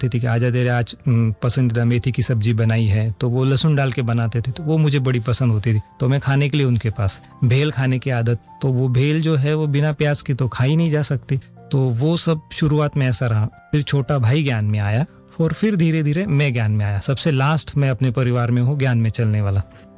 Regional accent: Kopargaon, Maharashtra, India; also born or lived in Nashik, India; मेरी पढ़ाई पूरी हुई अहमदनगर डिस्ट्रिक्ट महाराष्ट्र में, कोपरगाँव करके एक तहसील है, तो वहाँ पे हमारे पिताजी जॉब करते थे, तो वहीं पे हमारी पढ़ाई शुरू से लेके आखिर तक सब कुछ वही हुई। बचपन भी कोपरगाँव एक छोटा तहसील है

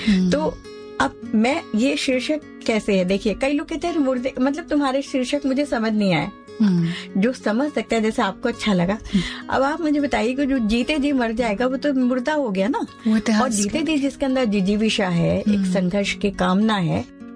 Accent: Mumbai, Maharashtra, India; क्योंकि जैसे मैं बॉम्बे से हूँ

